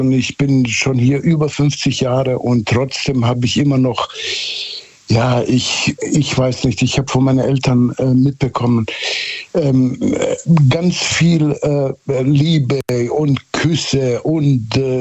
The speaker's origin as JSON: {"language": "German", "region": "Southern Germany", "country": "Germany", "tie": "born or raised there"}